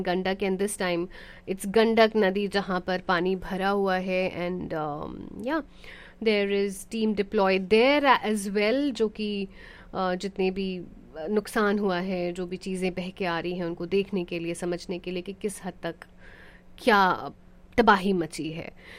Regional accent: Patna, Bihar, India; now in United States; हम पटना से हैं

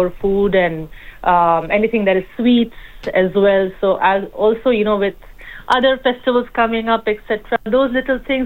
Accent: India; growing up in India

